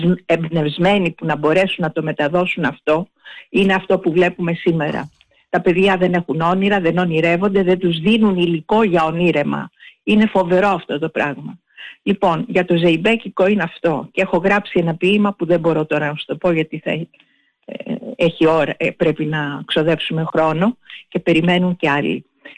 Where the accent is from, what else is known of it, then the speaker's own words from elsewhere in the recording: Heraklion, Crete, Greece; από Ηράκλειο.